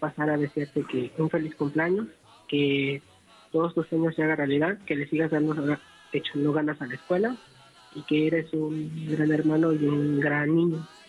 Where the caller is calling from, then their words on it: Temascalapa, State of Mexico, Mexico; En Temascalapa.